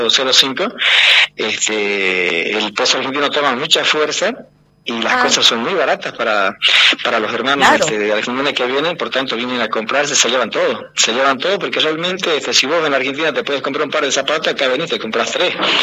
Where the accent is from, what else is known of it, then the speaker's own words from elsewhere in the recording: Yacuiba, Tarija, Bolivia; en el caso de Yacuiba, Caraparí y Villamonte, que somos el gran Chaco del departamento de Tarija, nos pasa que cuando pertenecemos al departamento de Tarija, pero no somos tarijeños, por ejemplo. Tenemos otras costumbres, otra identidad, otra forma de hablar